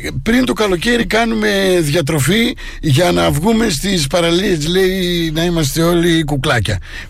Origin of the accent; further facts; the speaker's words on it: Thessaloniki, Central Macedonia, Greece; Έχεις καμιά σχέση με την πόλη μου, τη Θεσσαλονίκη?